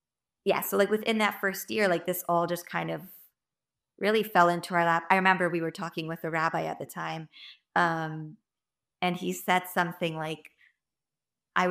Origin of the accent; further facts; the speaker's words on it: Miami, Florida, United States; now in Birmingham, United States; I'm from Miami and Corey is from Toronto. So thank God, both large Jewish communities.